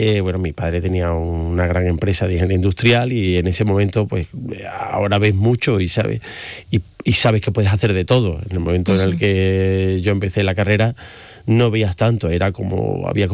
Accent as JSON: {"language": "Spanish", "town": "Seville", "region": "Andalusia", "country": "Spain", "also_born_or_lived": "Madrid", "said": "soy sevillano."}